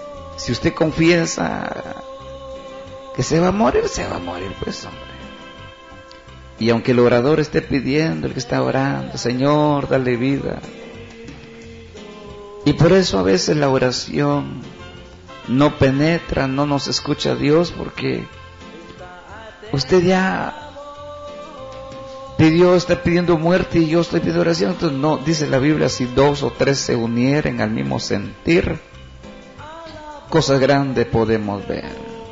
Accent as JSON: {"language": "Spanish", "country": "Guatemala", "said": "yo creo que no copla como buen chapín, no decimos, no."}